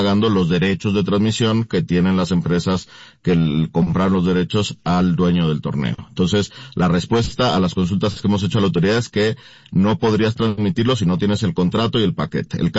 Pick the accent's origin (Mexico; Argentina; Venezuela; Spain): Mexico; pues como los mexicanos somos muy creativos